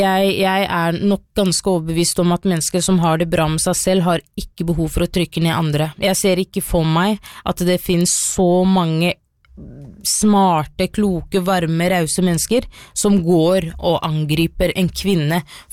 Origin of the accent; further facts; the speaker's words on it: Skien, Telemark, Norway; born there; jeg vokste opp i Skien